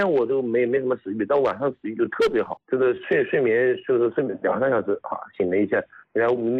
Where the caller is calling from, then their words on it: Jinhua, Zhejiang, China; 浙江金华的。